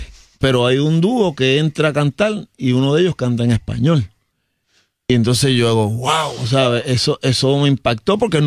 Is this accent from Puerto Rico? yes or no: yes; San Juan, Puerto Rico; also born or lived in Puerta de Tierra, San Juan; Bueno, yo vengo de La Perla, pero me pasaba en Puerto Tierra.